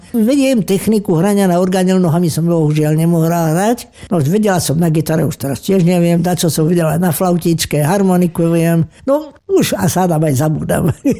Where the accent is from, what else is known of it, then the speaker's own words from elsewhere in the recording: Kežmarok, Prešov Region, Slovakia; Kežmarok je moje rodné mesto, ktoré skutočne mám veľmi rada.